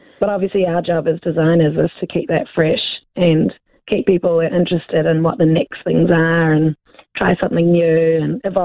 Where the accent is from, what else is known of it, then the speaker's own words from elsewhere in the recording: New Zealand; love of being a New Zealander